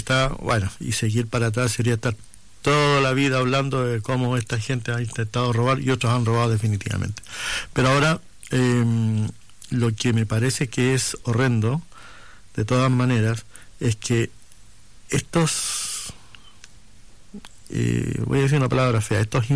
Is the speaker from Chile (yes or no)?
yes; Chile; yo soy chileno y no voy a negar mi nacionalidad, mi condición de chileno.